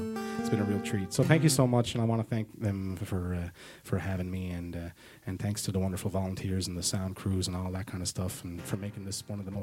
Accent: Newfoundland and Labrador, Canada; born there; growing up in Newfoundland

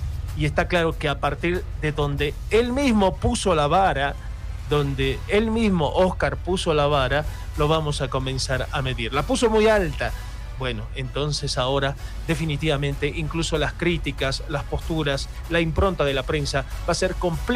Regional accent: Bolivia; somos bolivianos

